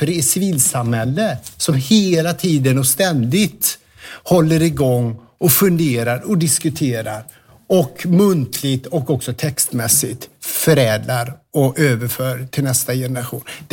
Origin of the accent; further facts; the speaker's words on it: Falköping, Västra Götaland County, Sweden; oavsett om det är min hemstad Falköping eller om det är en större geografi